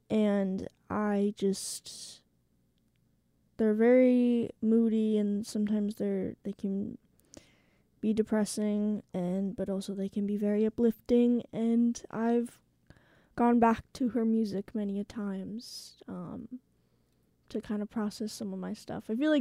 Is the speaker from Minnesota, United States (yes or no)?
yes; Minnesota, United States; moved away as an adult; now in Lake Forest, United States; I'm from Minnesota